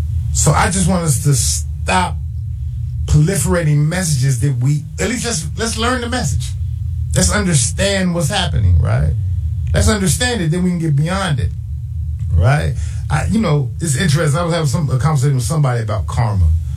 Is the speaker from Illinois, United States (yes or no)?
yes; Chicago, Illinois, United States; I'm from Burnside. I grew up in that area. Well, I'm from the other side of King.